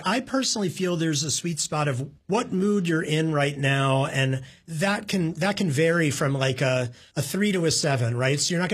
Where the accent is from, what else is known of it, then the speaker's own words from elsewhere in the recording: New Haven, Connecticut, United States; And I was like, yeah, I'm kind of from New Haven, but, you know, you kind of hid that a little bit because...